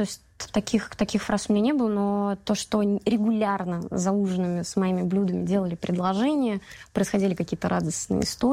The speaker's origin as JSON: {"language": "Russian", "town": "Saransk", "region": "Mordovia", "country": "Russia", "tie": "born or raised there", "said": "Это мой дедушка Валер Николаевич, вот такие вот у меня праздники всегда собирал в Саранске, в городе."}